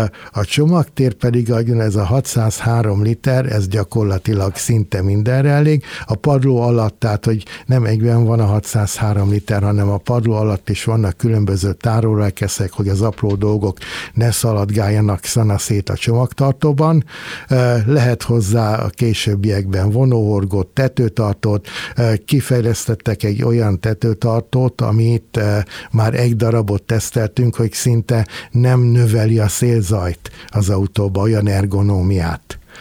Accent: Hungary; hogyha engem, mint a magyar állampolgárt kérdezel

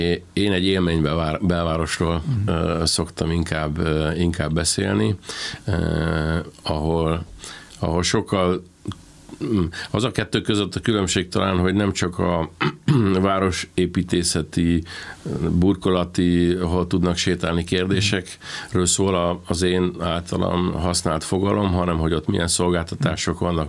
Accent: Pécs, Baranya, Hungary; én is pécsi vagyok

